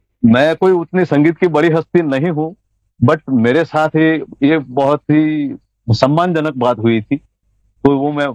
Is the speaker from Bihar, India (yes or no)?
no; Vadnagar, Gujarat, India; हमारे गांव में, मैं वैसे नॉर्थ गुजरात में वडनगर, जो अभी आजकल हमारे प्रधानमंत्री जी का गांव